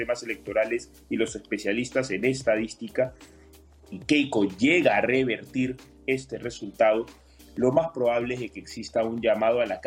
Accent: Peru; No, yo soy peruano. Ah, yo soy de aquí, de Perú.

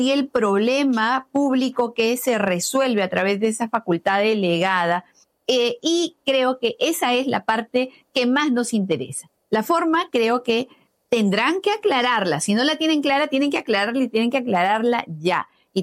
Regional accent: Peru; porque por algo somos peruanos con DNI y tenemos libertad de expresión todavía.

